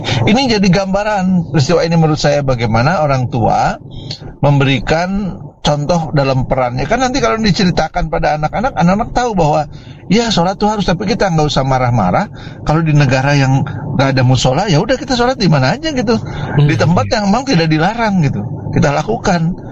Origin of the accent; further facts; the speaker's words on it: Padalarang, West Java, Indonesia; beda negara ya, kita mah dari Padalarang, Cimahi.